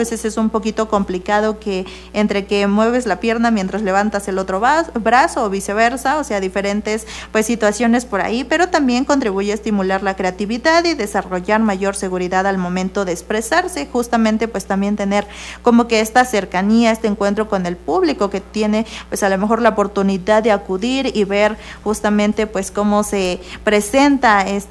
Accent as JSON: {"language": "Spanish", "country": "Mexico", "said": "aquello que nos identifica como mexicanos"}